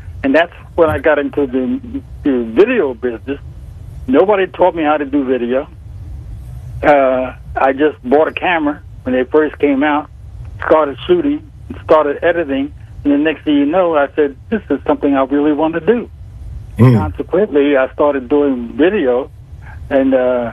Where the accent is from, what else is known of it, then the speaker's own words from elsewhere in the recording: Philadelphia, Pennsylvania, United States; I was born in North Philadelphia. Let's start with that. I was born at 29th and Diamond, and you know, I lived in that whole area.